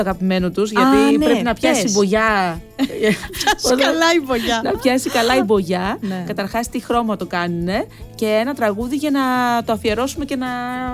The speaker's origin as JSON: {"language": "Greek", "town": "Agrinio", "region": "West Greece", "country": "Greece", "said": "Εγώ που είμαι από το Αγρίνιο και ξέρω από αυτά."}